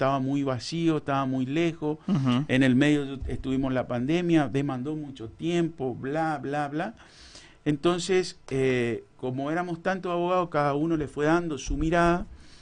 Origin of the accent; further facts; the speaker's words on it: Formosa, Argentina; somos dos formoseños, un salteño y Sofi, que es la tucumana.